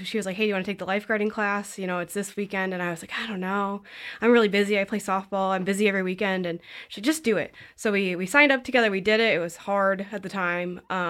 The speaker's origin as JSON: {"language": "English", "town": "Moline", "region": "Illinois", "country": "United States", "tie": "born there", "said": "I grew up in Moline. My family is a transplant, so we moved here in about 2000. And I grew up here, went to Moline High School, went off to Iowa State for college, came back"}